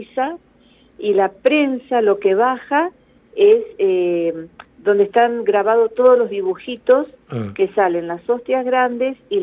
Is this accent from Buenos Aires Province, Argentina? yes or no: no; Rosario, Santa Fe, Argentina; Yo soy de Rosario y conocí a las hermanas en Rosario cuando tenía 12 años